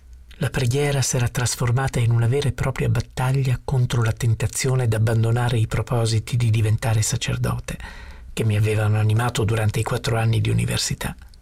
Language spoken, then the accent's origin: Italian; Lombardy, Italy; Sono nato in provincia di Milano. Abitavo al sesto piano d'un alto palazzo che sorgeva tra due enormi sottopassaggi.